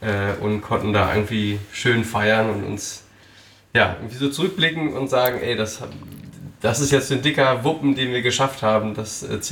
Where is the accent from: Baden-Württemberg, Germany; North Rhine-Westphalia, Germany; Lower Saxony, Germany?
Lower Saxony, Germany; Osnabrück; Aus Osnabrück.